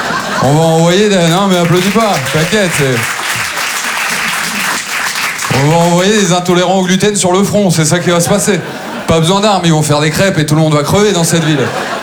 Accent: Maubeuge, Hauts-de-France, France; born or raised there

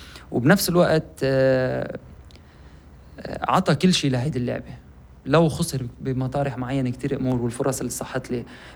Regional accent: Lebanon; انا سوري بقول لهم بلعب يمكن باقل دوري بالعالم اللي هو نحن بلبنان

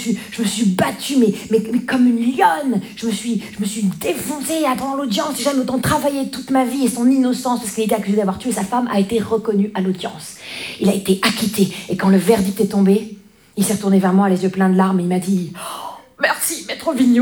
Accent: Grand Est, France; Moi, je viens des Vosges. Les Vosges.

